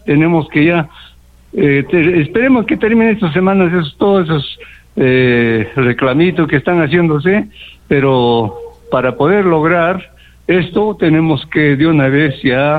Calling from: Peru

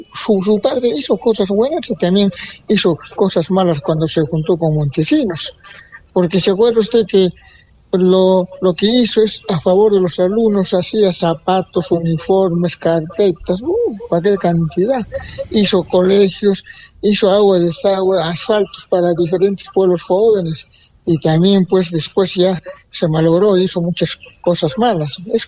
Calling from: Peru; Soy de Socavalla

